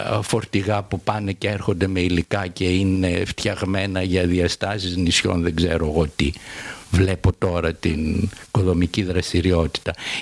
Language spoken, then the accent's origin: Greek; Athens, Attica, Greece; σαν Αθηναίος επίσης πολίτης να σας πω